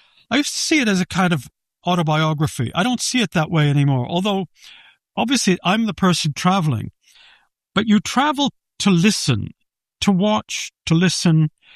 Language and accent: English; United States